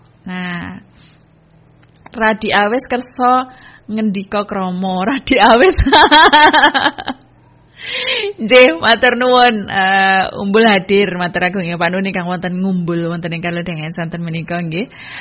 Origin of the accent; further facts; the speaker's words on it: Magetan, East Java, Indonesia; Kula asli Parang Magetan, Mbak Yo.